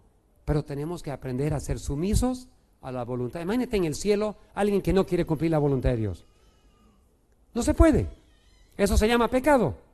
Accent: Beni, Bolivia; cuando me crié en el Beni

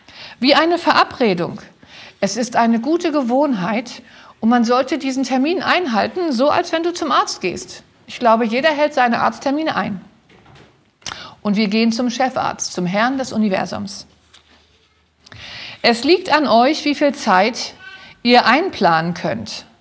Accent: East Germany, Germany; Und von dort, wo ich herkomme, haben wir keine Ellen White Bücher groß gehabt in der ehemaligen DDR.

